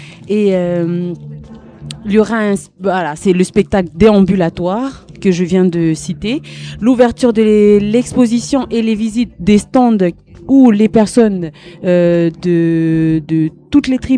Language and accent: French; New Caledonia; Mais comme nous sommes des Kanaks, eh ben à l'heure Kanak